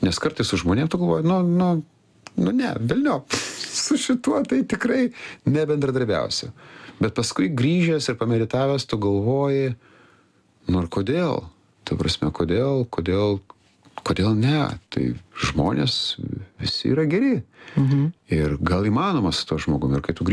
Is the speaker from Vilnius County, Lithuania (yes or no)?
yes; Vilnius, Vilnius County, Lithuania; aš esu iš Viršuliškių, kur kažkaip nuo vaikystės, norint praeiti pro bromą, reikėjo mokėti pastovėti už save, atsiliept.